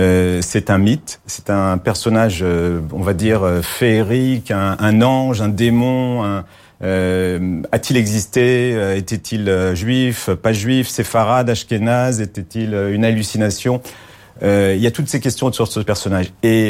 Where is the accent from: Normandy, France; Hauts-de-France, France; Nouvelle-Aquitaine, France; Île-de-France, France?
Île-de-France, France; Paris; born there; Alors, j'étais adolescent, je suis né à Paris, vous savez